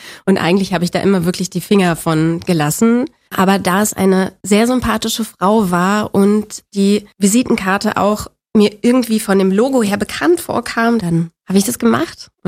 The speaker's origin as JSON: {"language": "German", "region": "Berlin", "country": "Germany", "tie": "born or raised there", "said": "Aber ich bin in Spandau groß geworden."}